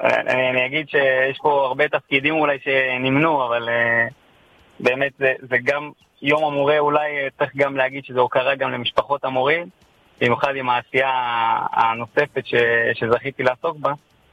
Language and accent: Hebrew; Rehovot, Central District, Israel; born there; now in Har Bracha, Israel; אני זוכה לעשות את המרחק הזה מהישיבה שברחובות שבה גדלתי